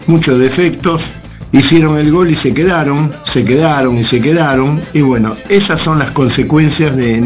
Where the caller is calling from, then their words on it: Tapiales, Buenos Aires Province, Argentina; de Tapiales les habla.